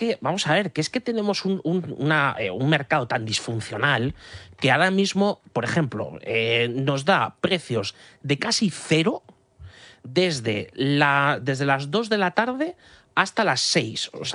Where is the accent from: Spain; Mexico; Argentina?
Spain; Castilla-La Mancha; en mi tierra, en La Mancha